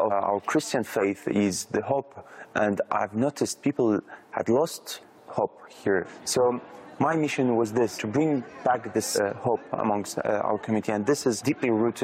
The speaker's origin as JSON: {"language": "English", "country": "France", "tie": "born or raised there", "said": "France was always a bit frustrating because I was missing here. There was something missing in my life, which was my Iraqi side. After growing up in France."}